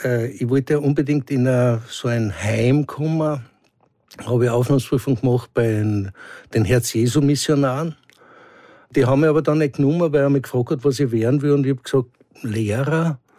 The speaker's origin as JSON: {"language": "German", "town": "Bad Gastein", "region": "Salzburg", "country": "Austria", "tie": "born or raised there", "said": "Ich bin am Land aufgewachsen, in Gastein"}